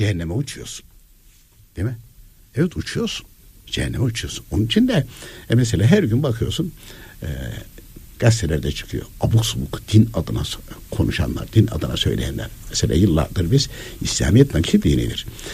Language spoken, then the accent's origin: Turkish; Konya, Turkey; ben de kendim Konyalıyım.